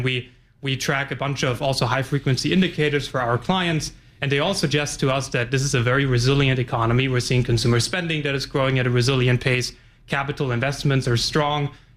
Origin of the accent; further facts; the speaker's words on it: Stuttgart, Baden-Württemberg, Germany; That is my hometown.